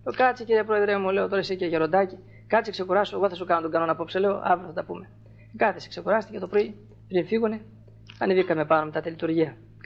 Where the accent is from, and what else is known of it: Trikala, Thessaly, Greece